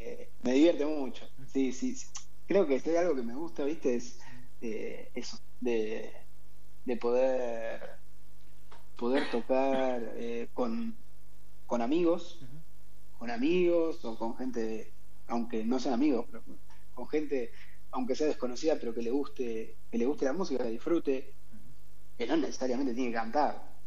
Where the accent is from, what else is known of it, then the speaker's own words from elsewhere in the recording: Chacabuco, Buenos Aires Province, Argentina; yo soy de Chacabuco, y por ahí con mis amigos de mi grupo de amigos de Chacabuco, de la secundaria, digamos, siguen siendo mi grupo de amigos